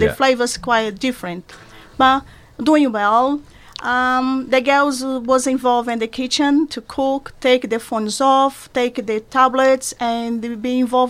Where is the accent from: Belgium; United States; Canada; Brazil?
Brazil; English is a second language; now in United Kingdom; I'm Brazilian. I run Brazilian food with nice flavors and different shapes and flavors involved. I'm from Brazil, of course. And yes, I've been in England for almost 20 years.